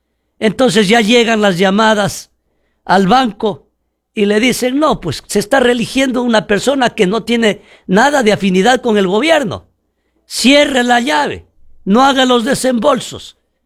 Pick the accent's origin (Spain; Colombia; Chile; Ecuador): Ecuador; now in Yantzaza, Ecuador; como los ecuatorianos somos de frágil memoria